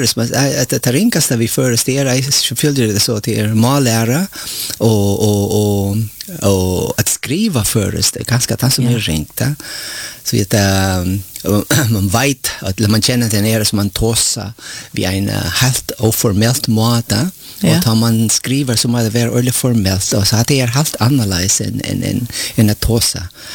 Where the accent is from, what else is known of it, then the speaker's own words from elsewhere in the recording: Philippines; Swedish is a second language; moved away; Jag är från Filippinerna och så är konen är kommen här.